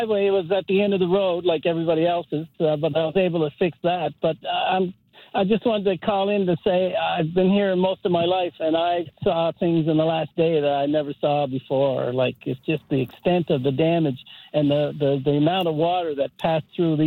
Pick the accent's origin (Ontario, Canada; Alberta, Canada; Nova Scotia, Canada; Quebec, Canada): Nova Scotia, Canada; St. Peter's; now in Oban, Canada; Well, I'm currently in Oban, but I'm from St. Peter's.